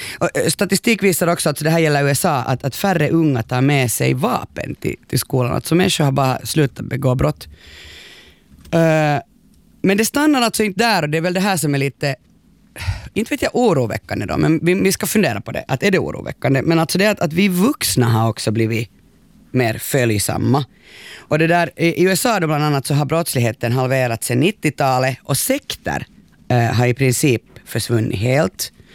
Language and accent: Swedish; Finland; vi är ju finlandssvenska med Janne.